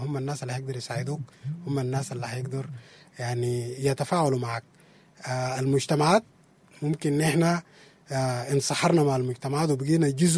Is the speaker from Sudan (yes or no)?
yes; Sudan; moved away; ونحنا اتفرقنا لأماكن كثيرة لبلدان كثيرة، لكن احنا كشعب سوداني